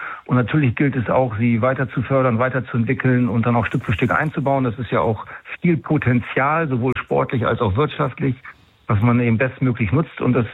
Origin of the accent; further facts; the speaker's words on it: Bremen, Germany; so gesehen passe ich als Bremer, glaube ich, ganz gut hierher.